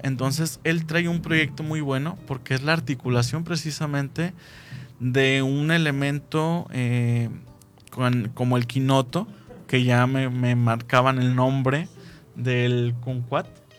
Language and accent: Spanish; Guadalajara, Jalisco, Mexico; now in Argentina; porque precisamente es mi tierra, de ahí vengo, de Guadalajara.